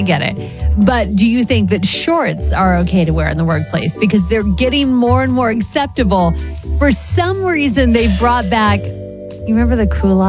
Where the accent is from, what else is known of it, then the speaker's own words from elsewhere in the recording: California, United States; I grew up in California, so it was an exceptional problem to have in Southern California.